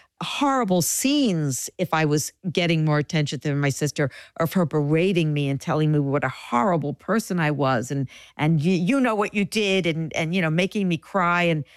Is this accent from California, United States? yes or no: no; Mount Vernon, New York, United States; I grew up in Mount Vernon, New York